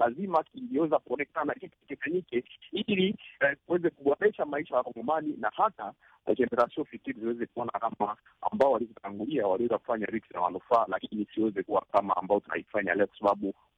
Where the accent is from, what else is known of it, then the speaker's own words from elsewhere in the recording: DR Congo; wakongomani tunaweza